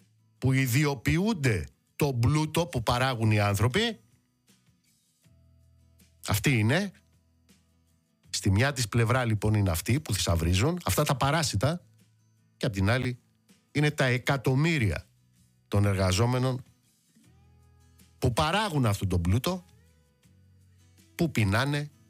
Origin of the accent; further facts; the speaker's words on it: Greece; εμείς ως Έλληνες, ως Ελλάδα